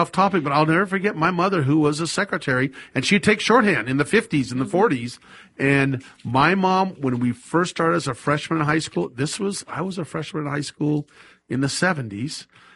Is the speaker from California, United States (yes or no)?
yes; Sacramento, California, United States; I will never forget when I grew up in Sacramento.